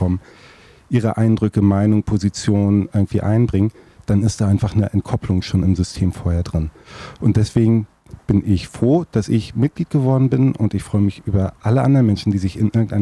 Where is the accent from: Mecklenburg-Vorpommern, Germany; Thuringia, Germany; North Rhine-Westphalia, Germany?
Mecklenburg-Vorpommern, Germany; Ludwigslust; now in Rostock, Germany; bin gar nicht in Rostock geboren. Ich lebe seit über 20 Jahren total gerne in Rostock. Rostock ist meine Heimatstadt geworden, aber geboren und aufgewachsen bin ich in Ludwigslust. Ich bin in den 80ern geboren, das heißt meine Jugendzeit war in den 90ern.